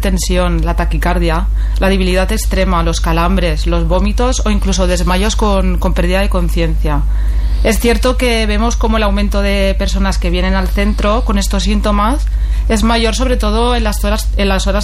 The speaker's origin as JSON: {"language": "Spanish", "town": "Vilabella", "region": "Catalonia", "country": "Spain", "said": "Soy de aquí, de Vilabella, de cerquita al ladito"}